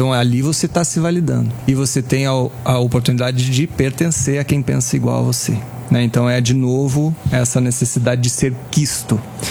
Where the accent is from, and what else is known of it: Rio Grande do Sul, Brazil; born or raised there; accent: gaúcho; also born or lived in Brasília